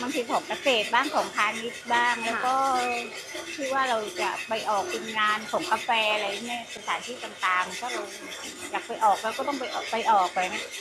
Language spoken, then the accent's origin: Thai; Surat Thani, Thailand; now in Ranong, Thailand; เป็นคนสุราษฎ